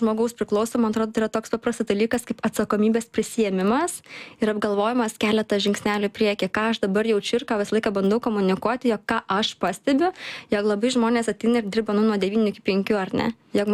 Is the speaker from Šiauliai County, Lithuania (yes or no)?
yes; Kuršėnai, Šiauliai County, Lithuania; aš esu iš Kuršėno. Iš to pietinė praktiškai Šiaulių, ar ne?